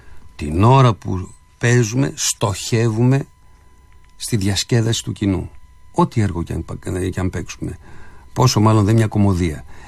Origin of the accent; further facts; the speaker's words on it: Greece; με την ίδια μας φυσιογνωμία ως Έλληνες.